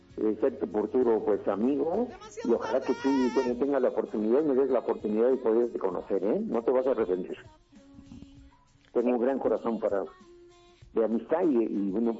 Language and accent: Spanish; Puebla, Mexico; Pero Gabriel Escamilla, que es mi paisano, yo soy de Puebla.